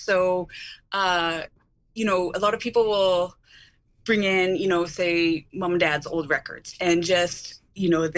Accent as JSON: {"language": "English", "town": "Prince George", "region": "British Columbia", "country": "Canada", "tie": "born or raised there", "said": "When I was a teenager, I used to frequent this record store in my hometown of Prince George."}